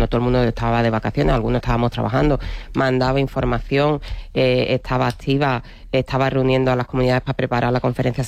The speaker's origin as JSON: {"language": "Spanish", "region": "Andalusia", "country": "Spain", "said": "Es que yo soy andaluza, yo me asomo a Tarifa, extiendo la mano y parece que Marruecos está Marruecos está al lado."}